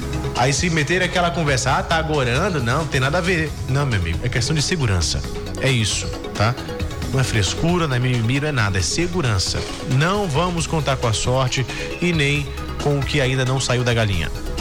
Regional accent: Amazonas, Brazil; eu sou amazonense

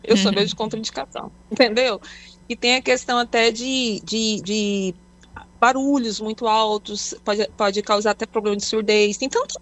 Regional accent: Tocantins, Brazil; Eu sou do Tocantins, aqui tem muito isso.

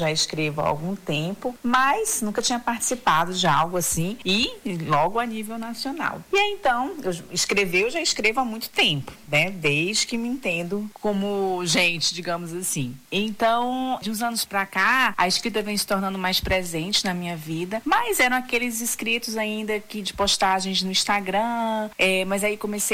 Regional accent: Acre, Brazil; moved away as an adult; also born or lived in Centro-Oeste; now in Rio Branco, Brazil; era acriana, nasci no Acre e virei evento.

